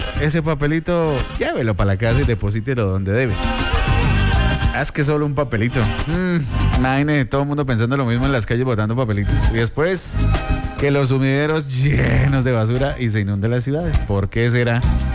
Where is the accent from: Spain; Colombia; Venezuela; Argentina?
Colombia